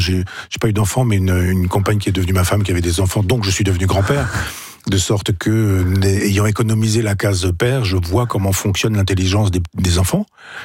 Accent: Chambois, Normandy, France; y a une cellule à Chambois, qui est mon village natal.

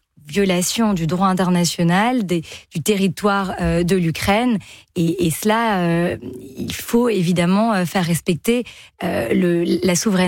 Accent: France; Moi, je vais vous dire, moi, je suis 100% française. Pourtant, j'ai une mère dominicaine, pourtant j'ai grandi dans les Caraïbes

